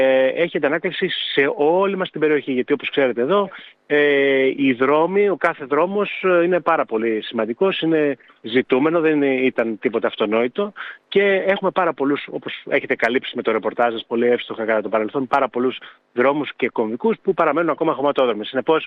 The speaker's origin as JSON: {"language": "Greek", "town": "Argithea", "region": "Thessaly", "country": "Greece", "tie": "born there", "also_born_or_lived": "Athens", "moved": "yes", "said": "ακόμα και εγώ ίδιος άφησα την Αθήνα προκειμένου να έρθω στην γενέθλια έτσι, γη, στην ιδιαίτερη πατρίδα, στην Αργυθέα"}